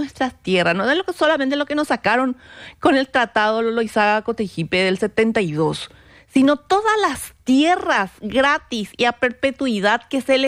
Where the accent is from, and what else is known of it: Paraguay